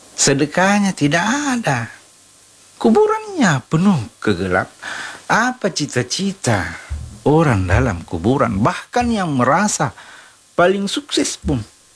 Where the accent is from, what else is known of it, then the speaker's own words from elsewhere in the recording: South Sulawesi, Indonesia; kita sebagai Bugis Makassar sebelum dan sesudah Ramadan itu pergi ziarah kubur.